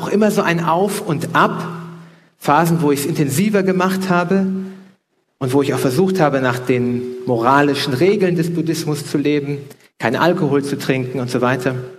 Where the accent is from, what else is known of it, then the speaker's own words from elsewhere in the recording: Hamburg, Germany; Ich bin in Hamburg, in Norddeutschland aufgewachsen